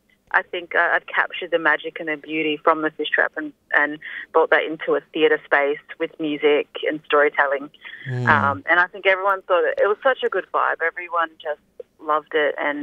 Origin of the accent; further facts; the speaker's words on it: Darwin, Northern Territory, Australia; Like, I'm originally from Gadamila, from Darwin. I've got ties to Jawin country in the Torres Strait. I'm here living on Kulin country, and I'm constantly yearning for country